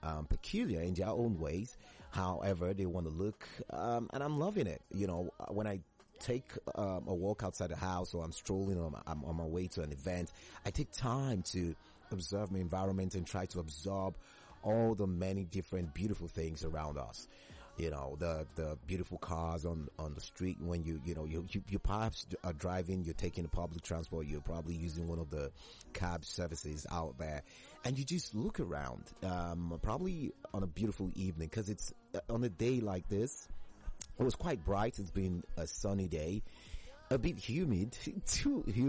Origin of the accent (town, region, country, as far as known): Nigeria